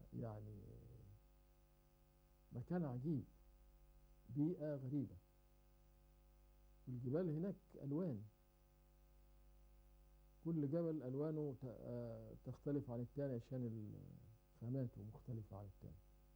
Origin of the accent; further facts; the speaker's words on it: Egypt; عندنا في مصر